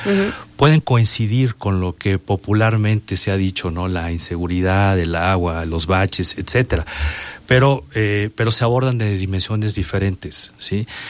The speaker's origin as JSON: {"language": "Spanish", "town": "Cuernavaca", "region": "Morelos", "country": "Mexico", "said": "Somos la gente de Cuernavaca."}